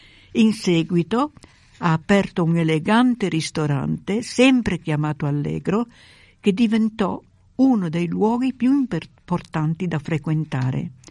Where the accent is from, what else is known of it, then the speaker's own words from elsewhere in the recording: Friuli-Venezia Giulia, Italy; now in Australia; sono friulana io